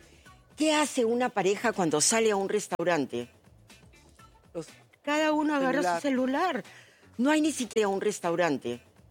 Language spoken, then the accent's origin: Spanish; Peru; le dije que sí, o sea, muy orgullosa, le dije, sí, soy peruana.